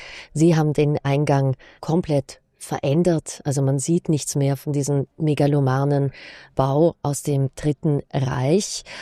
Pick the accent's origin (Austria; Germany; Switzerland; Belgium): Austria; Ich bin Österreicherin